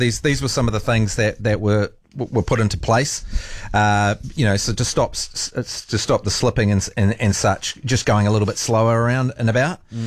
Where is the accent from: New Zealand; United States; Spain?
New Zealand; Dunedin, Otago; now in Auckland, New Zealand; I'm from Dunedin and live at Auckland.